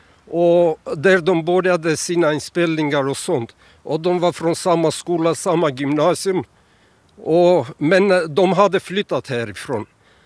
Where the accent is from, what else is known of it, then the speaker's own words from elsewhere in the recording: Armenia; now in Upplands Väsby, Sweden; När jag flyttade hit från Armenien 1995.